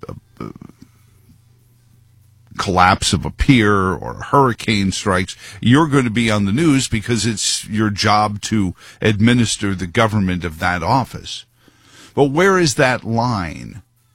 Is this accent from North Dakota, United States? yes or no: no; New York City, New York, United States; moved away; Grew up there. My hometown is New York City. Queens, technically. Not far from where President Trump grew up. He's about 10 years my senior.